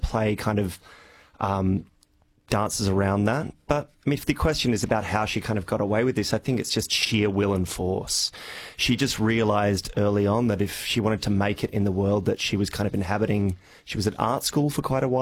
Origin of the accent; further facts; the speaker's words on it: Perth, Western Australia, Australia; also born or lived in Sydney; now in Melbourne, Australia; No, I grew up in Perth and then spent a bit of time in Sydney and overseas before moving here about 5 years ago.